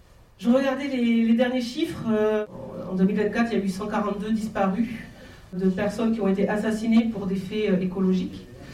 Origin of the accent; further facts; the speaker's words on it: Occitanie, France; Là, j'ai une grosse pensée pour Amy Freiss parce que je suis du Tarn-et-Garonne